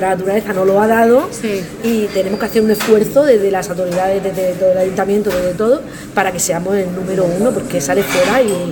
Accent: Cartagena, Region of Murcia, Spain; Señores, se vende ese turismo exagerado, que vamos los cartageneros a esas zonas.

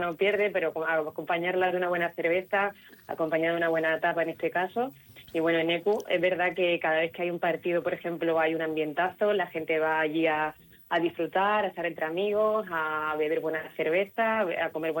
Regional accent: Seville, Andalusia, Spain; moved away as an adult; now in Granada, Spain; soy sevillana, ¿no? Y bueno, Granada me ha acogido

